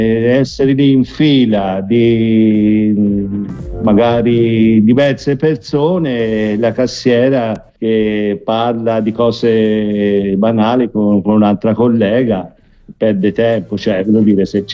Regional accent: Montecatini Terme, Tuscany, Italy; born there; io sono nato in provincia di Pistoia, a Montecatini Terme.

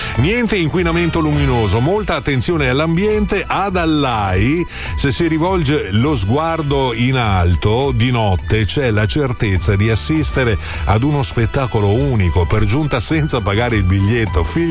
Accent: Sardinia, Italy; in Sardegna, nella mia terra, esattamente nell'Oristanese, a Io

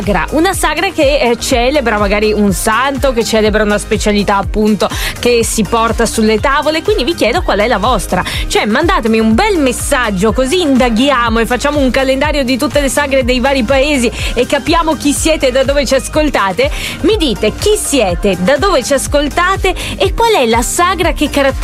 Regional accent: Farra di Soligo, Veneto, Italy; vengo dalla zona di Farra di Soligo, la sagra che mi caratterizza è quella dei Santi Pietro e Paolo

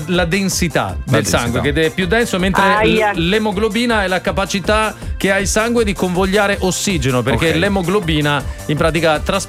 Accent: Bassano del Grappa, Veneto, Italy; Esatto, sono nato io. È il mio paese natale.

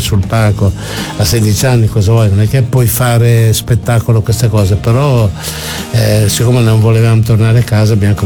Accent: Emilia-Romagna, Italy; io sono emiliano

